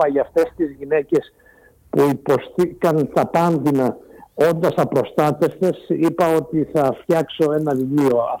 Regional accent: Marathos, Central Greece, Greece; εγώ κατάγομαι από το Μάροθο Βρυτανίας, είναι η γενέτειρα του Κατσαντώνη

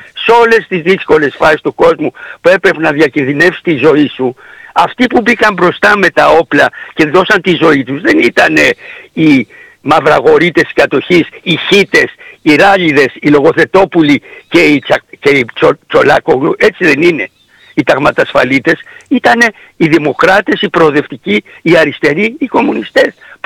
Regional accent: Lixouri, Ionian Islands, Greece; Και εγώ έχω γεννηθεί στο Λιξούρ και έχω ζήσει στα Ιόνια, με καταγωγή βέβαια από την Ήπειρο.

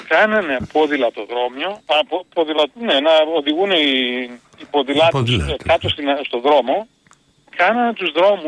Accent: Macedonia, Greece; είμαι Μακεδόνας.

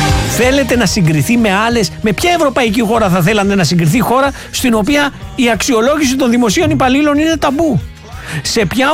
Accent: Greece

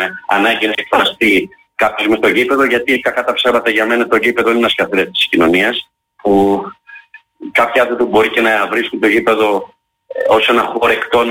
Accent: Heraklion, Crete, Greece; είμαι Ηρακλειώτης

